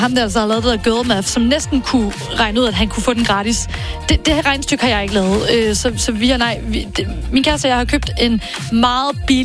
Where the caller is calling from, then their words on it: Jutland, Denmark; jeg er jyde.